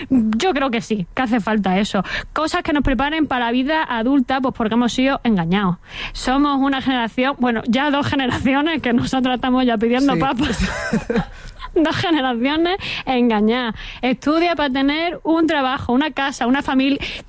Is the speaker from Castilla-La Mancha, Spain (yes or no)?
yes; Cuenca, Castilla-La Mancha, Spain; Y la otra, que soy de Cuenca, cojones.